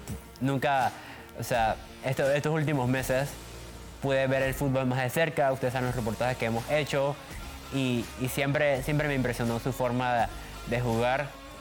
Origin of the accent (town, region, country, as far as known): Panama